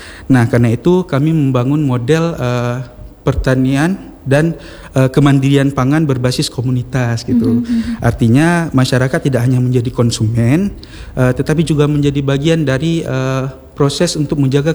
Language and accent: Indonesian; Aceh, Indonesia; Sebenarnya kita Aceh ini ya punya potensi yang besar di bidang pertanian.